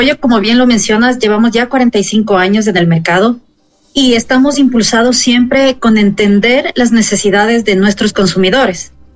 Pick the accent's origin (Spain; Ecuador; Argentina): Ecuador; para nosotros como ecuatorianos